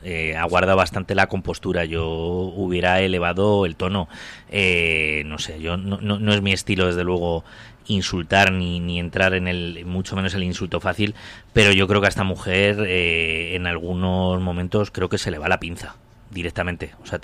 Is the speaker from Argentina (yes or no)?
no; Spain; como españoles que somos, ¿no?